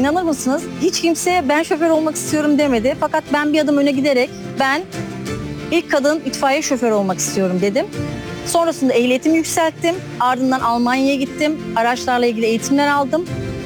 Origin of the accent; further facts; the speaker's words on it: Adapazarı, Sakarya, Turkey; born there; 1976 Adapazarı Sakarya doğumluyum.